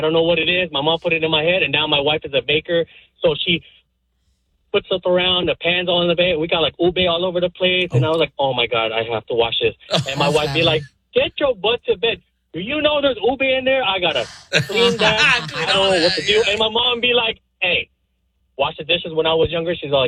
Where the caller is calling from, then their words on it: Long Beach, California, United States; I'm coming from Strong Beach, Long Beach.